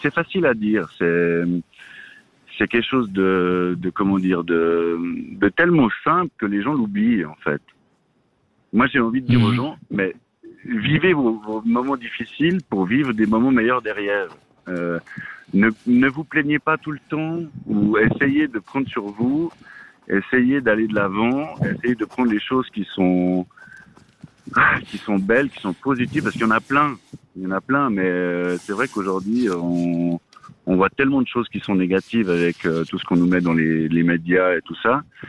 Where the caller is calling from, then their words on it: Valais, Switzerland; Je te dis-tu parce que je suis en Valais, et puis en Valais, il y a tout le monde qui se dit tu